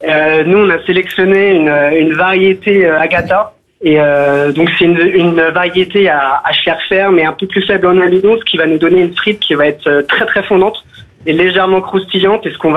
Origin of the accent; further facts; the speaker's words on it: Brittany, France; now in Angers, France; On est breton d'origine.